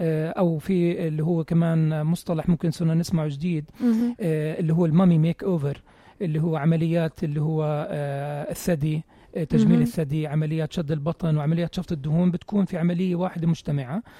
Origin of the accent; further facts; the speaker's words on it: Jordan; احنا بالأردن